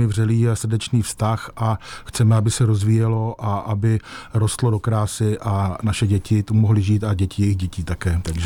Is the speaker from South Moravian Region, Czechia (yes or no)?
no; Karlovy Vary, Karlovy Vary Region, Czechia; já, rodilý Karlovarák